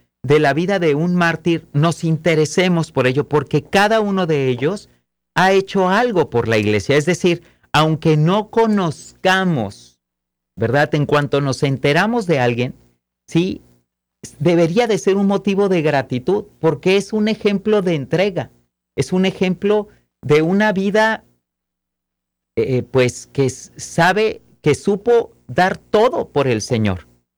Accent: Mexico; como mexicanos, sabemos de esa bendición

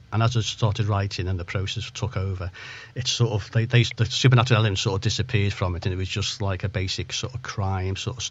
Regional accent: Chester, North West England, United Kingdom; also born or lived in Liverpool, United Kingdom / Barrow-in-Furness, United Kingdom

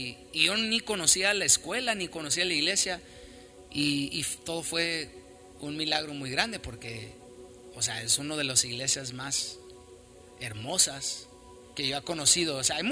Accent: Chihuahua, Mexico; moved away; Ah, pues, Chihuahua

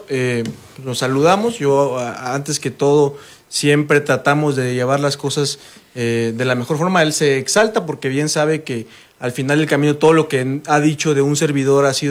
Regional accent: Mexico; somos los mexicanos el país en donde la principal causa de muerte en jóvenes es el asesinato

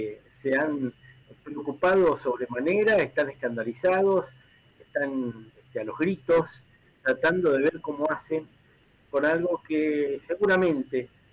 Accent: Argentina; Somos millones los argentinos y argentinas

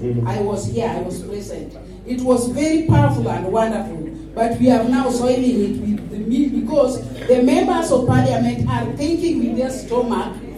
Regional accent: Kisumu County, Kenya

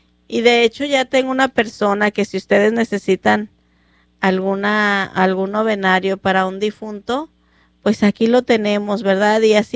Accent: Mexico; los que somos mexicanos, de dónde venimos, cuáles son nuestras raíces.

